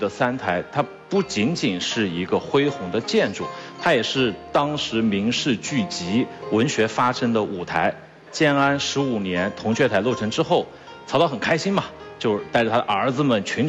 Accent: China; 因为对于我们中国人来讲

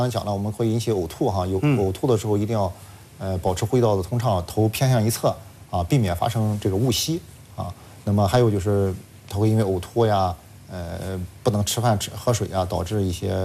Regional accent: China; 我们中国人

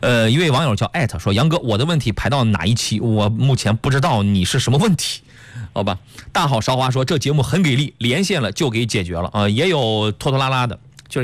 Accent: Shandong, China; 我们山东人还是很好

